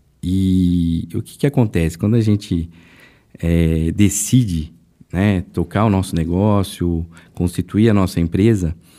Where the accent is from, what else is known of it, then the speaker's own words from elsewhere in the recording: São Paulo, Brazil; born there; Eu, na verdade, sou nascido em São Paulo. Cheguei à adolescência e morar no interior, né?